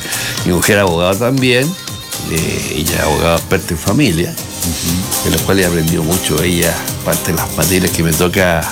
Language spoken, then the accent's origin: Spanish; Copiapó, Atacama, Chile; Soy de Copiapó